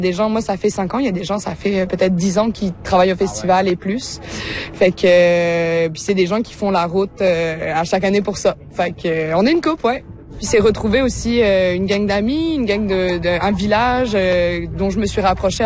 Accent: Réunion, France; Je suis originaire de la France. J'ai grandi à l'île de la Réunion.

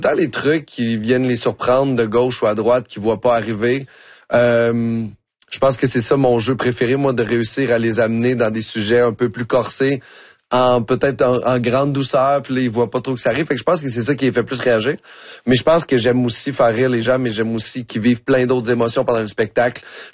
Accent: Quebec City, Quebec, Canada; also born or lived in Bagotville / Saint-Hubert; now in Montreal, Canada; Je suis né à Québec. En fait, ça a été les 8 premières années de ma vie. J'ai passé dans le coin de Val-Bélair, Vanier. Okay. Ensuite de ça, vu que mon père était militaire, on a fait Bagotville.

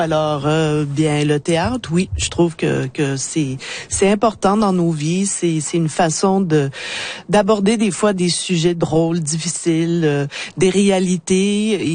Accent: Quebec, Canada; je suis originaire du Québec

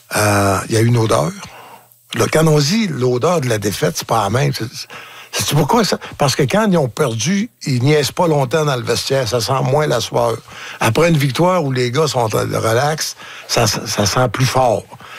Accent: Falardeau, Quebec, Canada; Je viens de Falardeau.

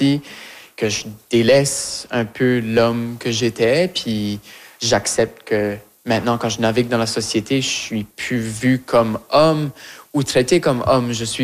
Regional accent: Shediac, New Brunswick, Canada; Moi, je viens de Shediac

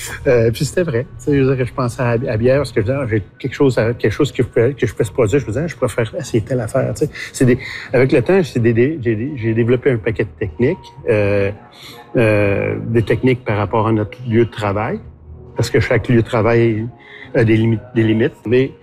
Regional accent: Quebec City, Quebec, Canada; moved away as an adult; also born or lived in Montreal; now in Halifax, Canada; À Québec, à la ville de Québec. Ouais. J'ai étudié à Montréal avant.

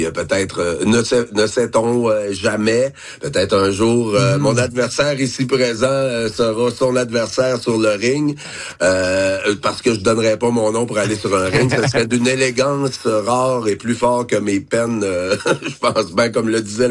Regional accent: Saint-Georges, Quebec, Canada; Tout à fait, j'ai grandi à Saint-Georges et j'y retourne aux deux minutes à chaque fois que j'ai une occasion.

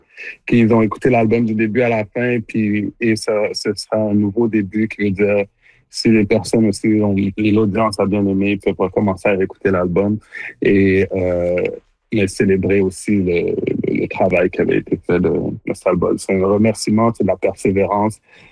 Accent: Montreal, Quebec, Canada; born there; je suis né à Montréal de parents d'origine haïtienne.

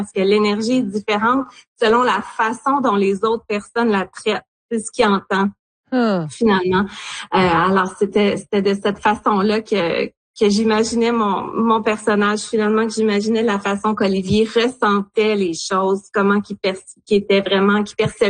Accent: Bécancour, Quebec, Canada; je suis originaire de la Côte-Nord, de Bécancour sur la Côte-Nord, mais j'ai étudié à l'Université de Sherbrooke

